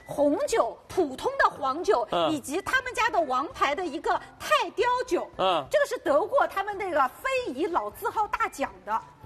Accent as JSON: {"language": "Chinese", "region": "Shanghai", "country": "China", "said": "我们上海人很喜欢住新酒店、好酒店的。"}